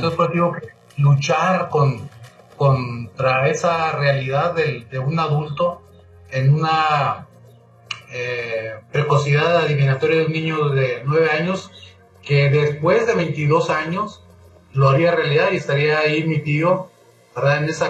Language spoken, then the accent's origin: Spanish; Saltillo, Coahuila, Mexico; Aunque tenía 9 años, y la primera vez que salí de Saltillo fui a un estadio allá en Monterrey